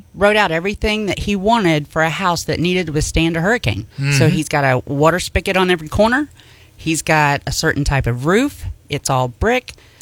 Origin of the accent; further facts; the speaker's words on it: Florida, United States; and a lot of folks like to vacation in my hometown. Y'all discovered the best-kept secret, I hear. Y'all found our beaches.